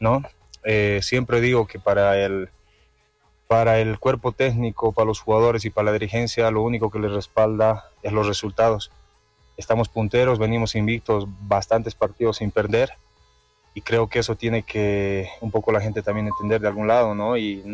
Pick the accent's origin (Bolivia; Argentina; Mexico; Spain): Bolivia; La Paz; de nosotros como paseños